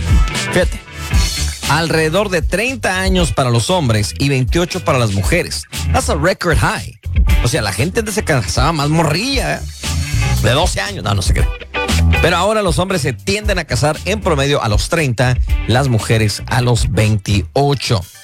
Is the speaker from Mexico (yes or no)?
yes; Mexico; now in United States; Estamos en Estados Unidos y sin duda hay que aceptar que aunque somos mexicanos, las cosas cambian, las tradiciones, y nos adaptamos también muchas veces a las costumbres de este país